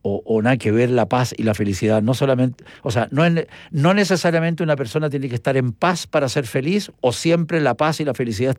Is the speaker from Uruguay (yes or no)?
no; Chile